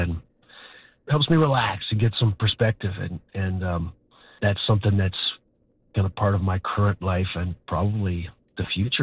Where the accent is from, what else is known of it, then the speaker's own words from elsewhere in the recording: Carlisle, Saskatchewan, Canada; I was raised in Carlisle, Saskatchewan. And my parents, we had such a good upbringing, and a lot of it was, you know, rooted in Christian Bible study and that kind of thing.